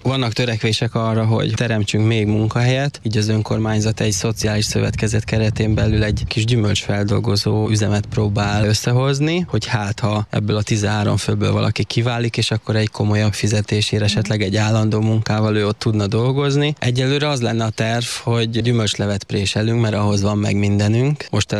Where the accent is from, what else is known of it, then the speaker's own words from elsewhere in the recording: Pécs, Baranya, Hungary; Pécsi vagyok, de 3 éves korom óta jelen vagyok a településen. A szüleim 3 éves koromban vettek itt egy parasztházat, mint nyaraló